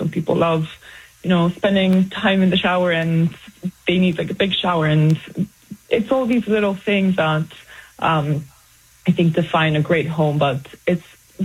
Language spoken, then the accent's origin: English; Greece; I am from Greece. I've grown up going to Antiparos, and it's my island that feels like home every summer.